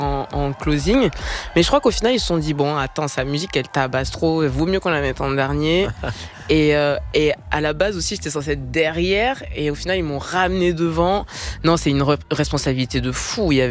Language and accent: French; south of France, France; je suis une sudiste, donc on y est tous un peu passés